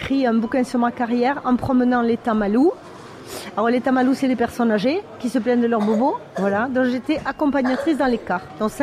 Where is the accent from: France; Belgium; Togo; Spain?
France; Narbonne, Occitanie; je suis de Narbonne